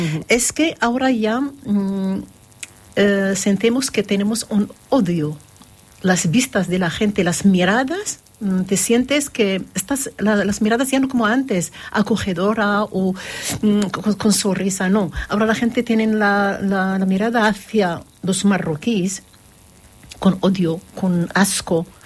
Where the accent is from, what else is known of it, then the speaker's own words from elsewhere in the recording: Morocco; now in Gandia, Spain; Yo soy española, de origen marroquí. Llevo 27 años aquí en Gandía y voy a estar aquí.